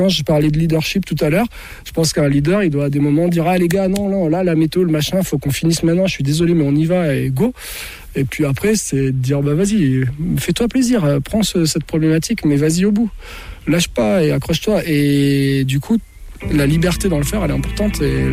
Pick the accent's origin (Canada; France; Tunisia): France; the Alps; Nous, on vient des Alpes, on a 20 ans d'expérience en nature.